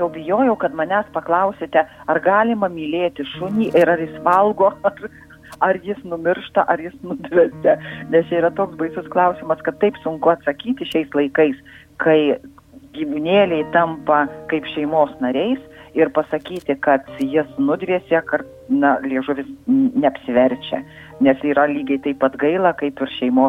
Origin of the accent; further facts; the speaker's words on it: Samogitia, Lithuania; man kaip žemaitė yra labai lengva, nes pas mus ir žmonės ėda